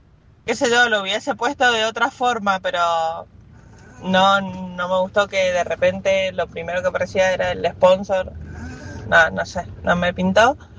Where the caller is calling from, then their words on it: Argentina; nos describe como argentinos